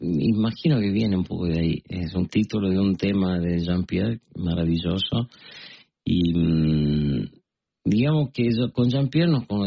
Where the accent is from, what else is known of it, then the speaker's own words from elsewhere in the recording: Córdoba, Argentina; Yo soy de Córdoba, estamos a distancia de 850 kilómetros.